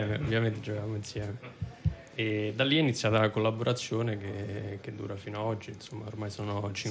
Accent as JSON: {"language": "Italian", "town": "Rome", "region": "Lazio", "country": "Italy", "said": "sono di Roma."}